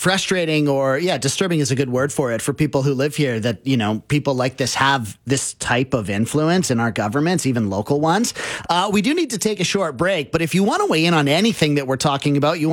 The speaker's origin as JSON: {"language": "English", "country": "Canada", "said": "we're so much stronger together, and there's so many great things about being Canadian."}